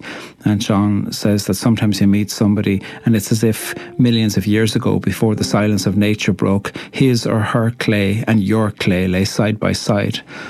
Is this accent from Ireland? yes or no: yes; Ireland; I'm an Irish poet.